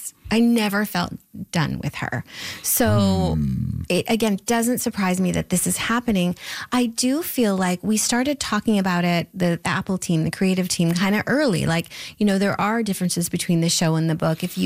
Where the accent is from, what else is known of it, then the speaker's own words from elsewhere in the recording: Canada; And stop being so Canadian about it, right? We can be proud and I think it's happening.